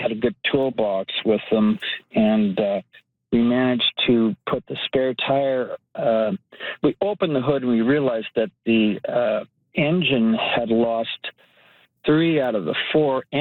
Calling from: Bergen, Alberta, Canada; I'm calling from Bergen, Alberta. Much paradise here.

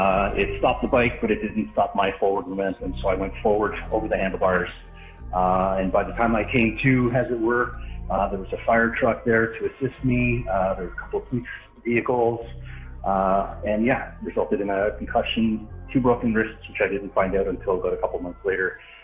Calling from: Charlottetown, Prince Edward Island, Canada; I'm calling from Charlottetown, PEI.

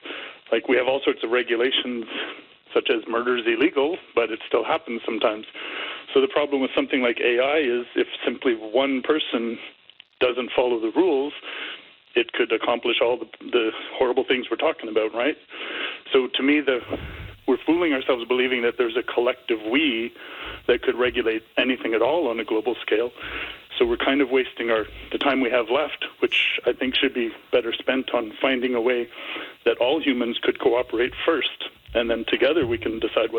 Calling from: Ottawa, Ontario, Canada; I'm calling from Ottawa.

